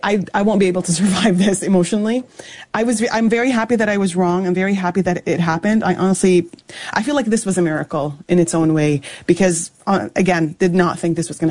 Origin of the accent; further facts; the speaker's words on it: Canada; moved away as an adult; also born or lived in Syria; now in Switzerland; I'm Canadian, but I'm also Syrian.